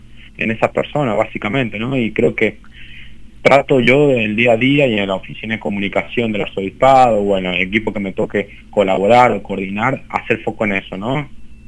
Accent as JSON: {"language": "Spanish", "country": "Argentina", "said": "como argentinos creemos que sabemos"}